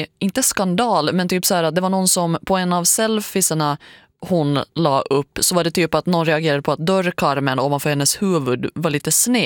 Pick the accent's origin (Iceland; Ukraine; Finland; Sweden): Finland; jag är ju från Finland och jag är finlandssvensk.